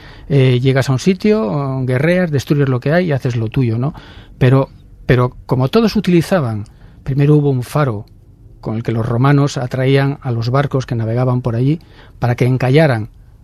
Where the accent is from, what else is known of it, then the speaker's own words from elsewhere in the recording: Torrelavega, Cantabria, Spain; Yo soy de Torrelavega.